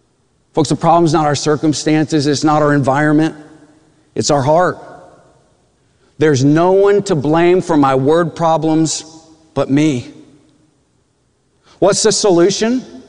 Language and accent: English; Texas, United States; Now, I grew up in West Texas, and everyone there has a distinct accent. I have never thought that my accent is that pronounced.